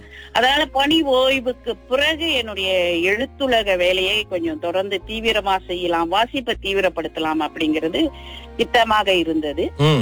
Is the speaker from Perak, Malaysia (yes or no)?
yes; Sitiawan, Perak, Malaysia; நான் பிறந்து வளர்ந்த சித்தியவானில்